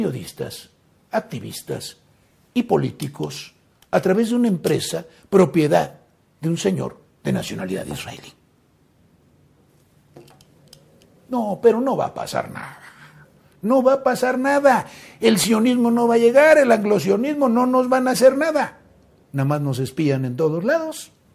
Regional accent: Mexico

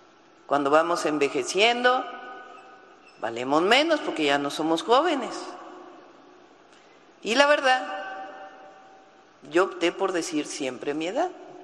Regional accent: Mexico City, Mexico; born there; Yo nací en la Ciudad de México. Tengo 63 años. Voy a cumplir 64 ya en este mes.

